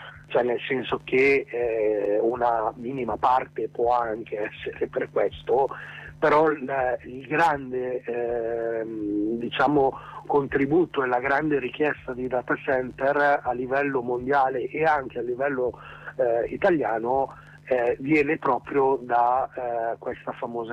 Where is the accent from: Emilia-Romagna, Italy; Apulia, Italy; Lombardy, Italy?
Lombardy, Italy; Lacchiarella; sono di Lacchiarella, che è un piccolo paese a sud di Milano che si trova esattamente tra Milano e Pavia